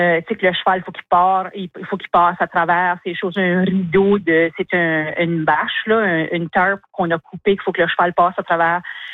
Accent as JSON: {"language": "French", "town": "Edmundston", "region": "New Brunswick", "country": "Canada", "tie": "born or raised there", "also_born_or_lived": "Moncton"}